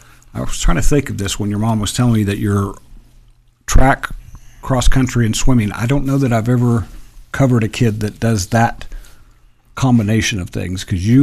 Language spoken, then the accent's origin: English; Kansas, United States; now in Lubbock, United States; I'm from Kansas, so I say that not just to indicate that it's flat because it's actually not where I'm from